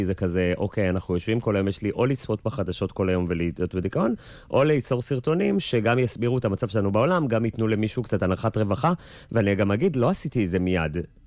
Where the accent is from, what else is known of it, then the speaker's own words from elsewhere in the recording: Jerusalem, Jerusalem District, Israel; בית הקרם, בורן אנד רייזד.